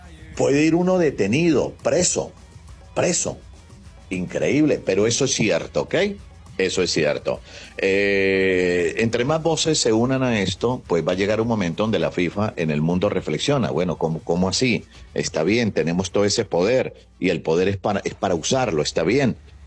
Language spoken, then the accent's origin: Spanish; Venezuela; Somos muy criollos, de Lara para acá, de Barquisimeto para acá, de la zona del Llano para acá